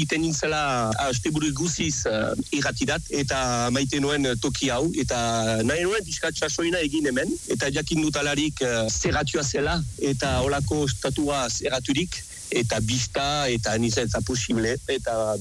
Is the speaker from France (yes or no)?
yes; Hasparren, Nouvelle-Aquitaine, France; Azparnetik heldu naiz, nik maite dut mendia, kirola